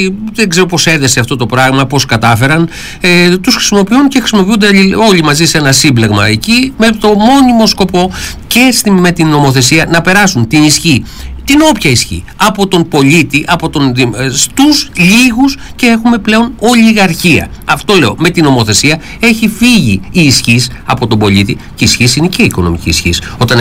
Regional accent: Greece

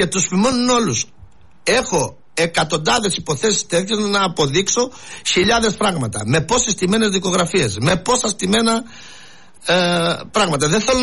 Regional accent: Greece; Εμένα ο τόπος μου και το χωριό μου είναι πρώτη σε πολυτεχνία στην Ελλάδα.

